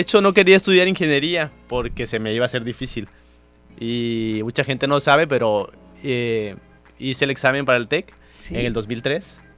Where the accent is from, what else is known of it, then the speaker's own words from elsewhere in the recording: Coyuca de Benítez, Guerrero, Mexico; moved away as an adult; also born or lived in Acapulco, Mexico; now in Quintana Roo, Mexico; yo pues soy de Coyuca y de Acapulco.